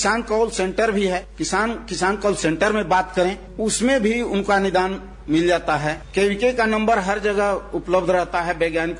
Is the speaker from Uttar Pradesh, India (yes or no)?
no; Palamu district, Jharkhand, India; ग्राम तुकबेरा, प्रखंड नावा बाजार, जिला पलामू।